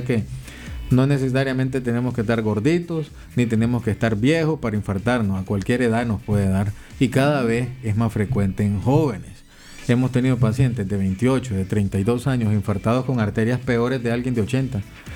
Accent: Nicaragua; Pues yo sé que como nicaragüense tenemos una dieta muy rica en ácido graso.

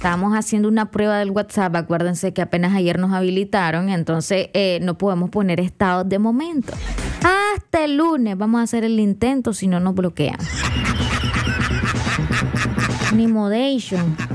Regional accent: Nicaragua; Aquí nosotros celebramos septiembre como Nica.

